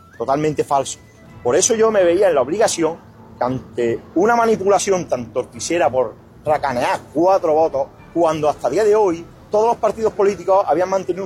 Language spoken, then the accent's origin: Spanish; Adamuz, Andalusia, Spain; el accidente que ocurrió en mi pueblo